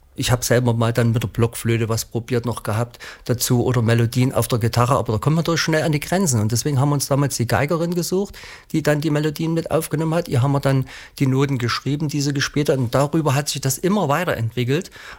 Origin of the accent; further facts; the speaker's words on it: Plauen, Saxony, Germany; Heimat ist ja das Vogtland, ja, ich komme aus Blauen, genau.